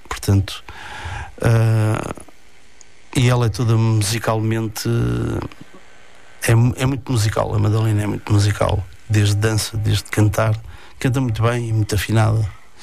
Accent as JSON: {"language": "Portuguese", "town": "Cadoiço", "country": "Portugal", "said": "na minha aldeia, em Cadoiço"}